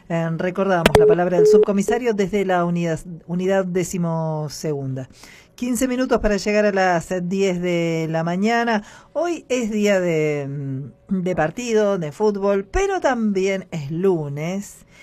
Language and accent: Spanish; Patagonia, Argentina; Pero claro, somos patagónicos